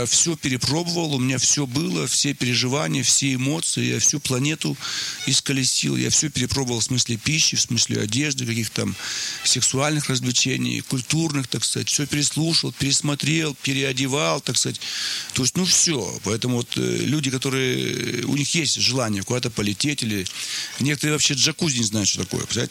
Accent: Russia

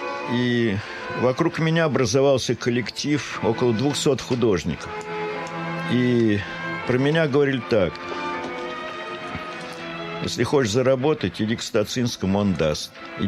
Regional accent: Russia; moved away as an adult; also born or lived in France; хотя я по кровям очень сложный человек, но я русский.

